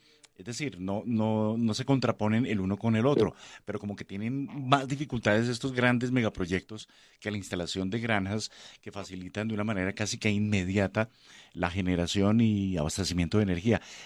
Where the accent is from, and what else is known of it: Colombia